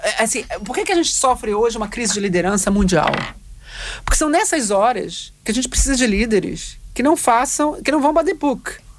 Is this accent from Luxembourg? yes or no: no; Portugal; Eu também sou portuguesa